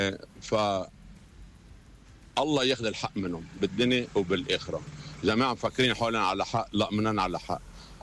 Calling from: Lebanon; نحن لبنانية

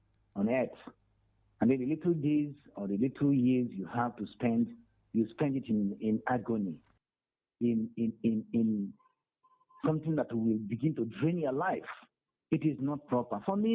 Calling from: Enugu, Enugu State, Nigeria; I'm calling you from Enugu.

